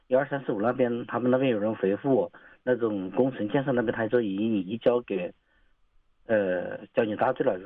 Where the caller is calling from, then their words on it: Changsha, Hunan, China; 我是长沙的，是雨花区的